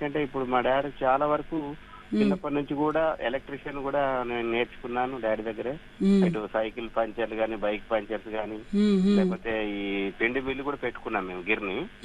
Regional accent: Rampuram, Telangana, India; Madam మాది భద్రాద్రి కొత్తగూడెం జిల్లా రాంపురం గ్రామం మేడం.

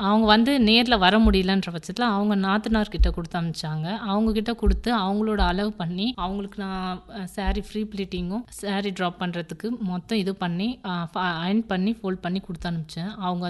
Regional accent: Arakkonam, Tamil Nadu, India; moved away as an adult; also born or lived in Chennai; now in Andaman and Nicobar Islands, India; நான் கல்யாணம் ஆகிட்டு வரும்போது நான் சென்னை தான், ஃபுல்லாக சென்னை, அரக்கோணம் பொண்ணு

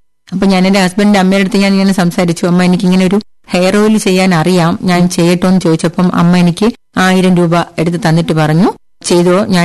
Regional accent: Thiruvananthapuram, Kerala, India; ഞാൻ പൂജപ്പുരയിലാണ് ജനിച്ചു വളർന്നത്. അച്ഛനും അമ്മയും നമ്മൾ 4 മക്കളുമായിരുന്നു.

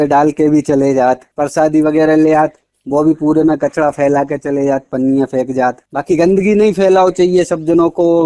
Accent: Sagar, Madhya Pradesh, India; हम नन्नी देवरी से हैं … हमारी 35 साल उम्र है

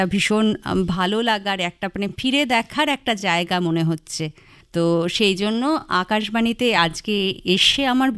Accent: Siliguri, West Bengal, India; moved away as an adult; now in Kolkata, India; শিলিগুড়িতেই আমার জন্ম এবং বেড়ে ওঠা, কিন্তু বর্তমানে আমি বৈবাহিক সূত্রে কলকাতার বাসিন্দা।

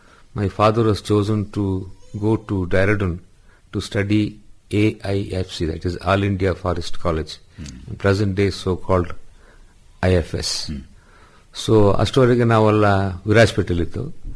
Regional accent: Madikeri, Karnataka, India; born there; also born or lived in Titimati / Virajpet; ನಾವೆಲ್ಲ ಅಲ್ಲೇ ಹುಟ್ಟಿ ಬೆಳೆದಿದ್ದು

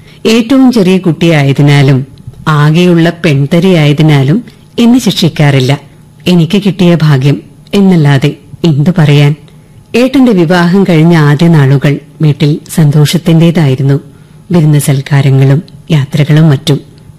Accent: Kanhangad, Kerala, India; കാഞ്ഞങ്ങാട് ചെമ്മട്ടം വയൽ എന്ന സുന്ദര ഗ്രാമത്തിലാണ് ഞാൻ ജനിച്ചു വളർന്നത്.

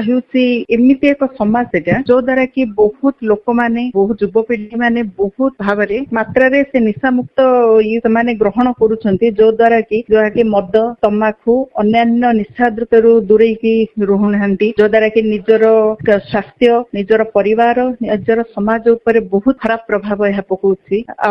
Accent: Jeypore, Odisha, India; ମୁଁ ଜଣେ house wife, ମୋର ଘର ଜୟପୁର।

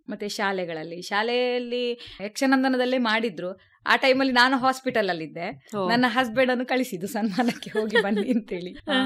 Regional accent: Balnad, Karnataka, India; ನಮ್ಮ ಊರಿನಲ್ಲಿ, ನಮ್ಮ ಬಲ್ನಾಡು

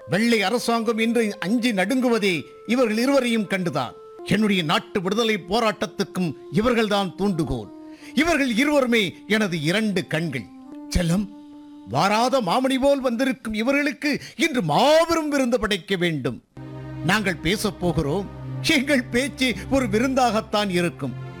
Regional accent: Ettayapuram, Tamil Nadu, India; born there; நான் பிறந்த ஊரான எட்டயபுரத்துக்கு பக்கத்து ஊரான ஒட்டப்புடாரம் தான் இவர் பிறந்த ஊர்.

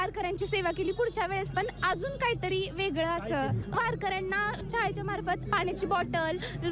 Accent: Hingangaon, Maharashtra, India; म्हणजे आम्ही इथलंच आहे, हिंगणगावचंच आहे

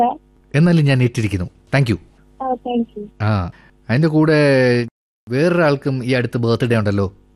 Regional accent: Thatta, Kerala, India; പത്തനംതിട്ട തട്ടയിൽ നിന്നാണ്.

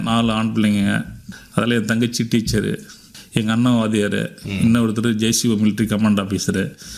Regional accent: Vanathirayanpettai, Tamil Nadu, India; கடலூர் மாவட்டம் காட்டுமன்னார் தாலுக்கா குமராட்சி அருகில் உள்ள வானதிராயன்பேட்டை குக்கிராமத்தில் பிறந்தேன் சார். அதுக்கு பக்கத்தில் உள்ள கிராமத்தில் 5வது வரைக்கும் படித்தேன் சார்.

